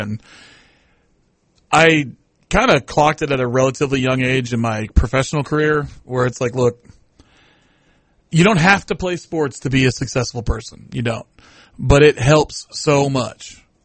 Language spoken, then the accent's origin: English; New York, United States; Yeah, car talk was what we grew up on up in New York.